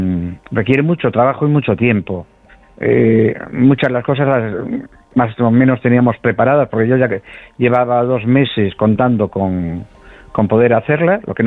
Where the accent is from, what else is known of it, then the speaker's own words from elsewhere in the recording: Ponteareas, Galicia, Spain; somos de Pontareas